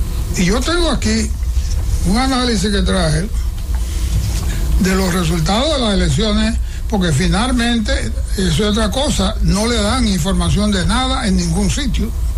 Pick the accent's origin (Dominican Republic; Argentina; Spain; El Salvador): Dominican Republic; Hato Mayor; la provincia de mi pueblo, Hato Mayor, me dio un respaldo tremendo, porque yo gané con 1.700 votos la elección en Hato Mayor.